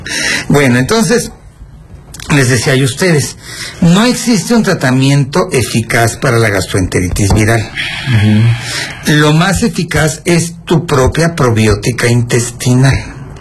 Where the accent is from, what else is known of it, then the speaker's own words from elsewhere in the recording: Coacalco, State of Mexico, Mexico; Yo soy de aquí de Coacalco Ranch